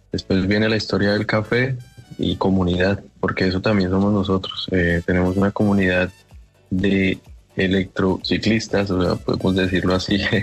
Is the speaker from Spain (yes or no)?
no; Colombia; moved away; A todos mis compatriotas colombianos que están en el exterior